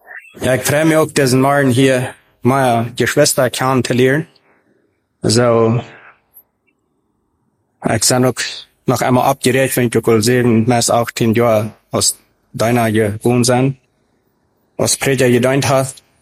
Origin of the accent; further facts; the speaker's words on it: Paraguay; also born or lived in Mexico; Ich bin in Mexiko geboren und in diesem 1973, meine Eltern traten in Paraguay, als ich ein Jahr wir, mit etwa ein Jahr. Du sind ich dann der meiste Zeit abgewachsen.